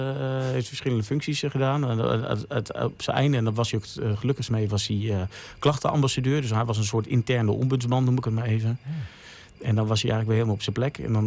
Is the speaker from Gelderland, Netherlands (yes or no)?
yes; Heerde, Gelderland, Netherlands; Ik ben opgegroeid aan de Elbergeweg in Heerden. Dus